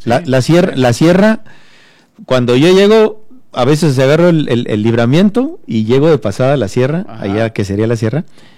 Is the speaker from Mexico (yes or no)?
yes; Mexico